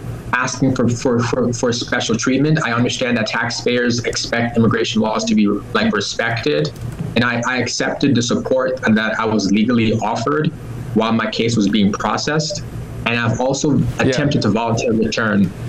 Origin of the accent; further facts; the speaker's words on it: London, United Kingdom; born there; Well, I was born in the United Kingdom, so I've been born at the Whittington Hospital. The Whittington Hospital is actually a 5-minute walk away from me right now, and I have always viewed myself as a British person.